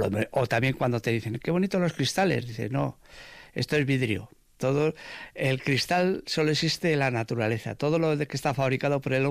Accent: Vitoria-Gasteiz, Basque Country, Spain; yo tengo la suerte de estar aquí en el casco viejo porque yo, desde que nací, estoy viviendo en el seminario viejo, que es donde vive la familia de mi madre. Y luego, yo soy de La Pinto. He vivido siempre en la pintorería.

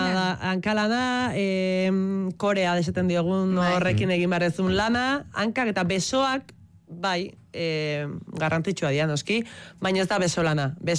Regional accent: Ibarra, Basque Country, Spain; Eta gero, ni Ibarrakoa naiz, eta nola ez Ibarrako piparra.

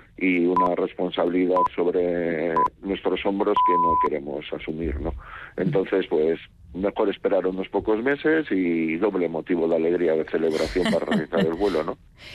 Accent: Bilbao, Basque Country, Spain

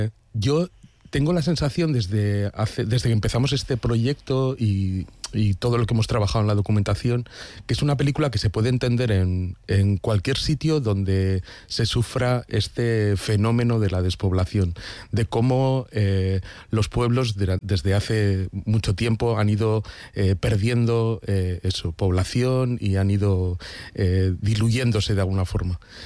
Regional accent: Aragon, Spain; moved away as an adult; now in San Sebastián, Spain; Yo soy aragonés, pero llevo casi 20 años en Euskadi y, bueno, vivo en Donosti

